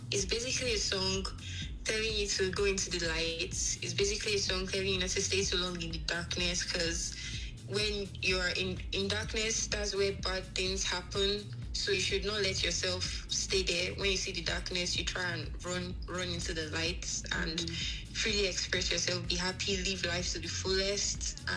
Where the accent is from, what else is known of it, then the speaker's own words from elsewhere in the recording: Lagos, Nigeria; moved away; growing up in Nigeria, Lagos, is very much like you have to be there, like you cannot be sleeping, like you're active